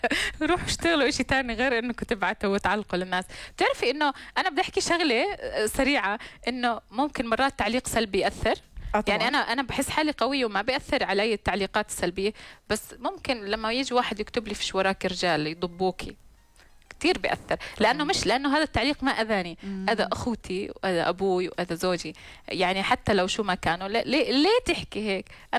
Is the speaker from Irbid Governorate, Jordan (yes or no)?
yes; Irbid, Irbid Governorate, Jordan; moved away; لانه انا من اربد اصلا واهل اربد بقول احنا اولى فيك يعني انت بنتنا ولازم تفتحي عنا.